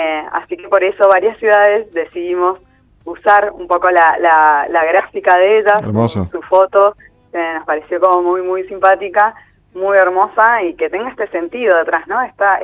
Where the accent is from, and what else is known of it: Mendoza, Argentina